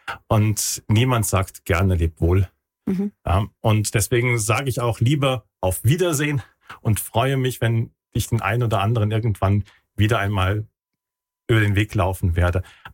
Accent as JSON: {"language": "German", "region": "Westerwald", "country": "Germany", "tie": "born there", "also_born_or_lived": "Friedberg", "moved": "yes", "said": "ich bin gebürtiger Westerwälder. Ich ziehe jetzt wieder in die Nähe meiner Familie."}